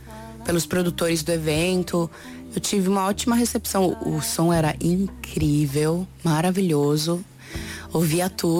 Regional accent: São Martinho, Madeira, Portugal; Eu cheguei aqui quarta passada, aí eu fiz o festival na minha terra, Diversidade Cultural, pela TV, na minha terra TV.

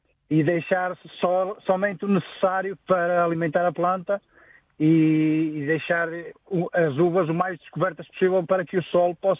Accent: Resende, Norte, Portugal; moved away; Eu quando vim para aqui, eu venho da zona do Alto Douro.

